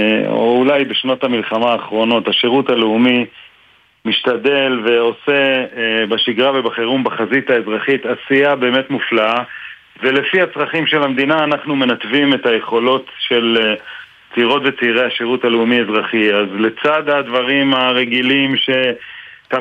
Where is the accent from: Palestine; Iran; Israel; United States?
Palestine; Beit El, West Bank; אבל אני בן בית אל בילדותי, ואחד מילדי בית אל זה גם בצלאל סמוטריץ', שר האוצר